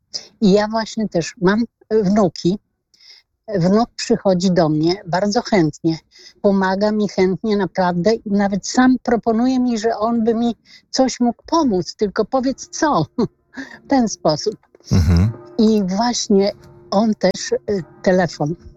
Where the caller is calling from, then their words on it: Łomża, Podlaskie Voivodeship, Poland